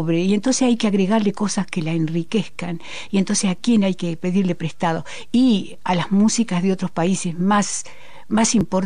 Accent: Argentina

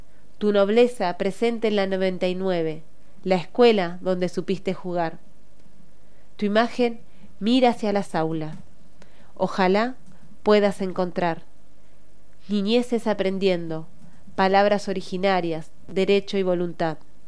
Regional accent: Chubut, Argentina; Sí, de mi Tuún, claro. Mi tierra originaria, sí.

